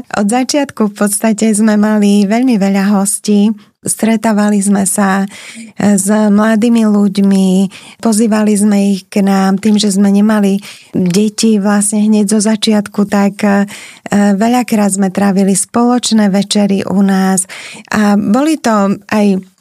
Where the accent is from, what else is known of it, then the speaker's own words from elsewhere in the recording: Bratislava, Bratislava Region, Slovakia; born there; moved away as an adult; also born or lived in Liptov; ja keď som sa z Bratislavy teda presťahovala na Liptov a tam sme bývali 14 rokov s mojim manželom